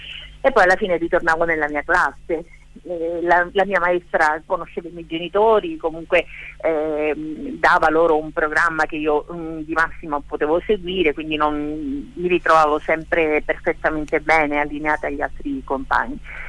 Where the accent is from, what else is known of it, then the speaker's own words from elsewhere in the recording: Cosenza, Calabria, Italy; born there; Sì, sono nata a Cosenza.